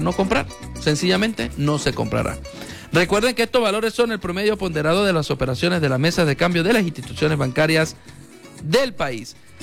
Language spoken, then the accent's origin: Spanish; El Vigía, Mérida, Venezuela; nosotros los propios vigías.